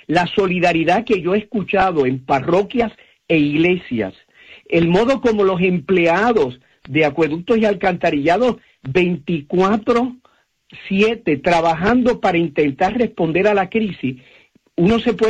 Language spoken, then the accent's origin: Spanish; Puerto Rico